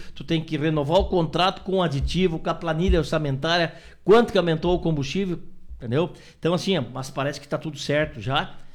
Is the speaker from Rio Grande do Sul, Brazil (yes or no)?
yes; Marcelino Ramos, Rio Grande do Sul, Brazil; nós somos de Marcelino